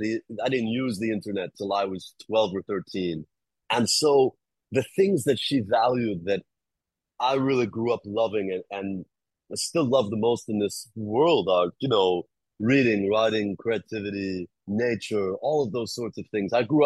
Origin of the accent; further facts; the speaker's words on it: New York, United States; I grew up in the Hudson Valley, grew up house in the woods